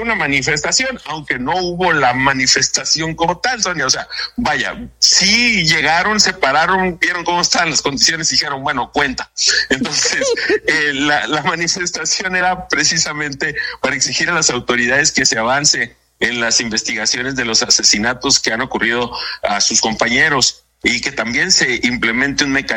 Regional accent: Ciudad Obregón, Sonora, Mexico; also born or lived in Mexicali; También te podría decir que crecí en Ciudad Obregón también, entonces conozco el calor húmedo.

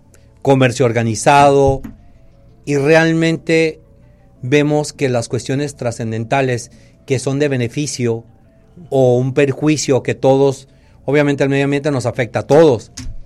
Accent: Mexico; nos consideramos así porque somos mexicanos

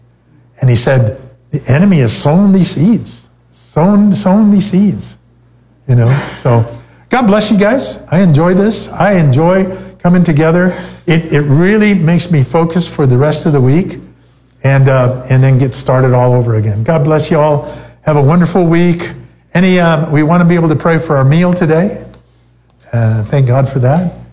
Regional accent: Michigan, United States; I am offended that you even mentioned my hometown, Michigan.

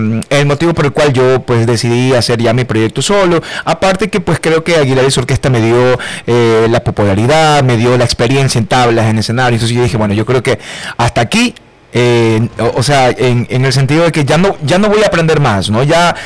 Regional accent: El Carmen, Manabí, Ecuador; Soy exactamente del Carmen Manabí, la puerta de oro

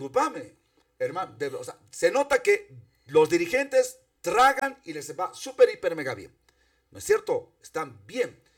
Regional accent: Bolivia; Son mis hermanos. Es mi gente. Somos bolivianos.

